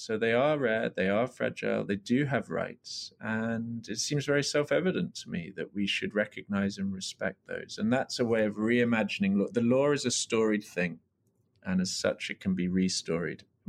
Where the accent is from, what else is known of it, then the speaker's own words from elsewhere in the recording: Canada; You know, I came to North America from Canada.